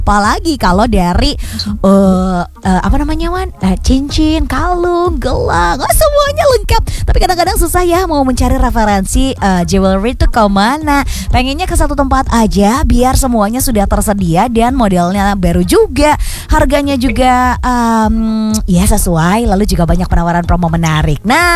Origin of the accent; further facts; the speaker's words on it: Bandung, West Java, Indonesia; kita orang Bandung